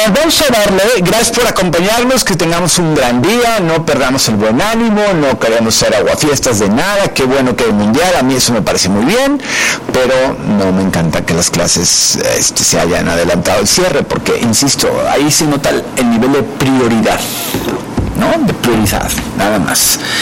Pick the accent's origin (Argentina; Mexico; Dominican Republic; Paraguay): Mexico; tampoco soy opositor, soy mexicano que quiero lo mejor para este país